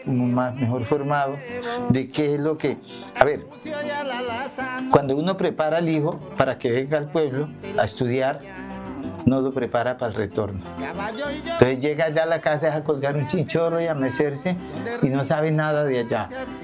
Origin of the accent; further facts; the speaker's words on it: Meta, Colombia; born there; now in Arauca, Colombia; Yo no soy araucano. Yo nací en el Meta y llegué a Arauca el 20 de enero de 1964.